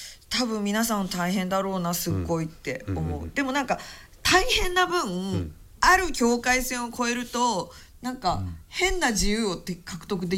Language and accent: Japanese; Kansai, Japan; accent: Kansai dialect; 私もどちらかというと関西弁なので